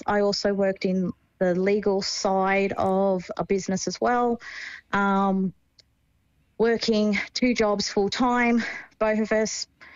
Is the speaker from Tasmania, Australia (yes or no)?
no; Hawkesbury, New South Wales, Australia; I'm from the Hawkesbury.